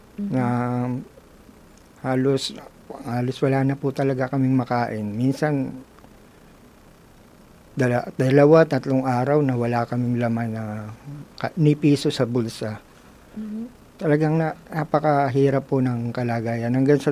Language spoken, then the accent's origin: Tagalog; Manila, Metro Manila, Philippines; Ako po ay taga Tondo.